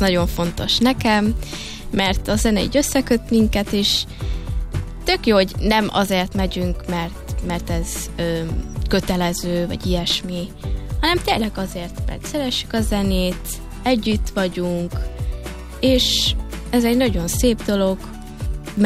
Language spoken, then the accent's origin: Hungarian; Hungary; now in Netherlands; Mert szerintem elég unalmas lenne, ha mindenki azt mondja, hogy holland vagyok, mert már 20 éve itt élek.